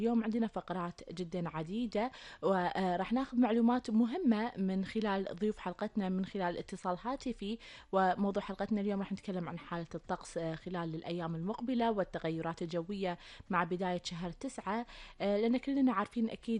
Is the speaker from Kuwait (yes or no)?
yes; Kuwait; أخبار ديرتنا الحبيبة الكويت